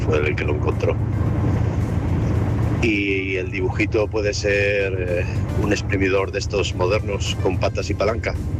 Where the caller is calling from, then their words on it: Valladolid, Castile and León, Spain; Buenas noches … de Valladolid.